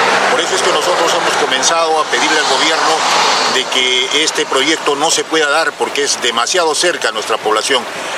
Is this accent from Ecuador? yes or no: no; Tambo Valley, Deán Valdivia district, Arequipa, Peru; Yo he nacido aquí en el Valle de Tambo, en el distrito de Deán Valdivia.